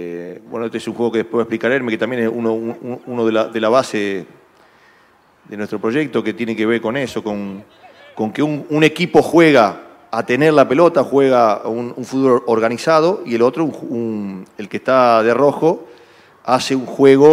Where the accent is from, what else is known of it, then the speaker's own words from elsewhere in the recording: Rosario, Santa Fe, Argentina; Yo soy de Rosario. No puedo concebir que Rosario, una ciudad tan futbolera como Rosario